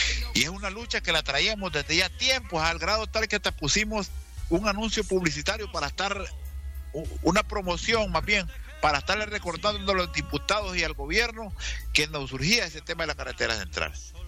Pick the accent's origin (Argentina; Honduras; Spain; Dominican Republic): Honduras; Yo, en lo particular, como hondureño, quiero agradecerles